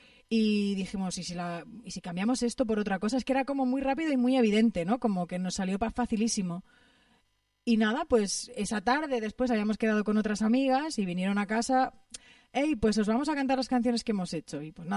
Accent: Extremadura, Spain; aunque en realidad en mi zona de Extremadura, o sea, en mi pueblo, no se toca el mortero, sino que se toca el almiréz, que es como el mortero de metal.

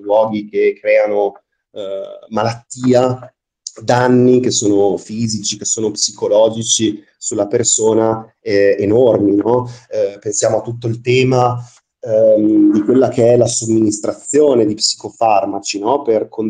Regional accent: Trieste, Friuli-Venezia Giulia, Italy

